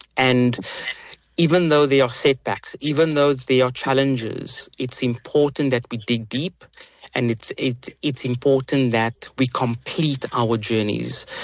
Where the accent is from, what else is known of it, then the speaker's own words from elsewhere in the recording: Cape Town, Western Cape, South Africa; But I'm from Bahar on the Cape Flats.